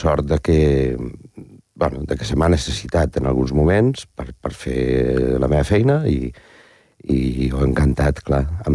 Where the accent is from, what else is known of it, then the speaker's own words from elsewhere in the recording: Valencian Community, Spain; also born or lived in Barcelona; anirem a la meva terra, anirem al Coll, que és el meu poble, és casa meva